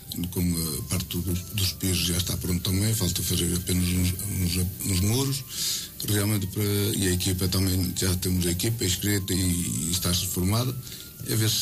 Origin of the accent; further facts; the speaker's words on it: Portugal; Nasci e continuo em Pereira.